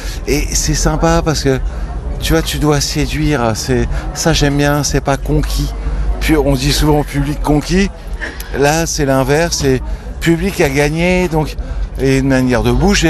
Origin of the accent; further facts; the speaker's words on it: France; une espèce de bande de mecs qui voulaient conquérir le monde et, en se disant on est français certes, mais ça peut éventuellement marcher dans le monde entier.